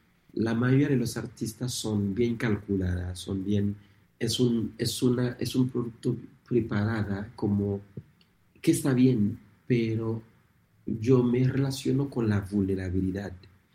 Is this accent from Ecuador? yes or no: no; Haiti; Haití lo pronunciamos como